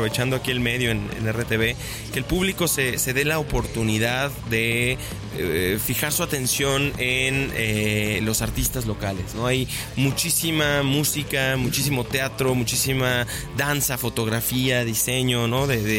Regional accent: Xalapa, Veracruz, Mexico; also born or lived in Mexico City; Bueno, yo soy nacido en CDMX, pero adoptado pero jalapeño adoptado desde jalapeño. Los 8 años.

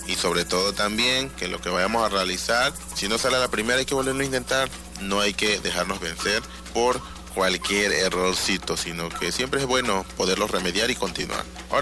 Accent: Tabasco, Mexico; Ahora vamos en nuestra sección Aprendiendo Yocotán con nuestra variante este. Es muy importante recalcar, porque pues hay otras variantes, como es en Acajuca, Macuspana, en Centla, y nosotros aquí en el municipio del Centro.

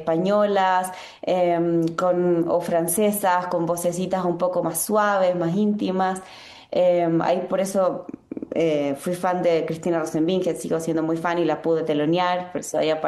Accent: Chile; moved away as an adult; now in Mexico City, Mexico; bueno, vivo en Chile

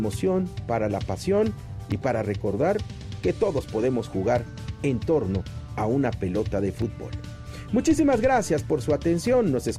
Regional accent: Mexico

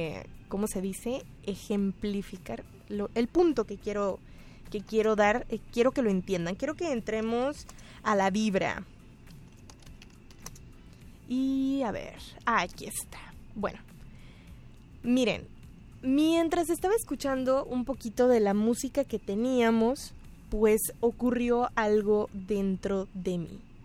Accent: northern Mexico, Mexico; las personas que somos del norte de México, el área donde principalmente se dio más la ganadería, pues nos sentimos mucho más identificados de lo que quisiéramos, porque nos recuerda bastante al entorno en el que vivimos

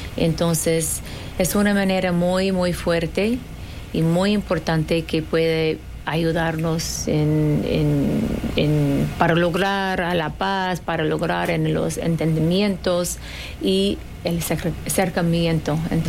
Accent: Palestine; Spanish is a second language; now in Mexico; hay otra cara de Palestina, de quién somos como pueblo

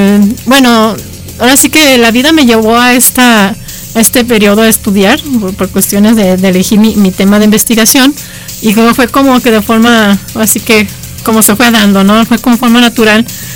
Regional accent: Aguascalientes, Mexico; yo sí soy de Aguascalientes.

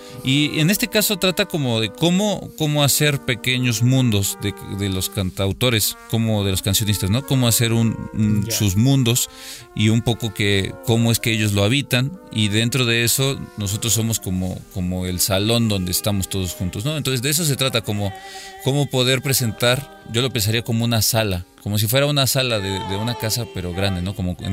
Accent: Querétaro, Mexico; now in Xalapa, Mexico; Nosotros somos queretanos

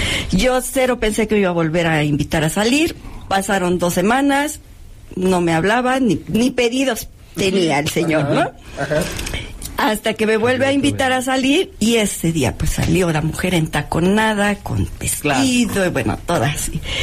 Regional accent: Mexico; Sí, yo dije, él es ruso, pero yo soy mexicana.

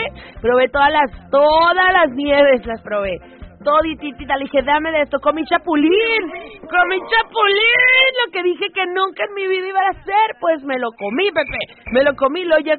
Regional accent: Mexico; Era de nosotros, todas esas riquezas.

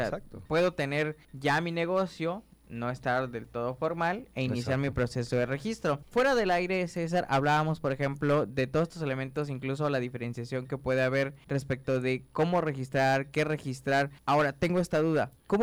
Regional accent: Mexico; a la gente siempre hay dos cosas que le preocupan, como mexicanos creo yo

